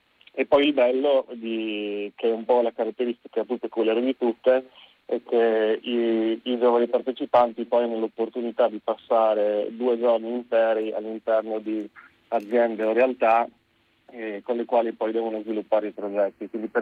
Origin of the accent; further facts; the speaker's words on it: Friuli-Venezia Giulia, Italy; E siccome anche sono sempre stato fuori regione, mi sono friulano, dopo la fine delle superiori sono stato parecchio in giro